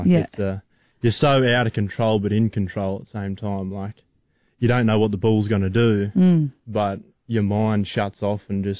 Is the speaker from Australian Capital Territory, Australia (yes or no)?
no; Tamworth, New South Wales, Australia; Well, I'm from Tamworth, born and bred.